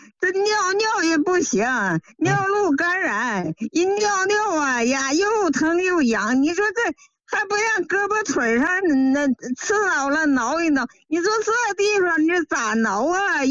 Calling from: Shenyang, Liaoning, China; 我家是沈阳的。

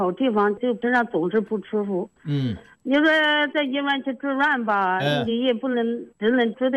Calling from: Yunmeng, Hubei, China; 我是孝感云梦的。

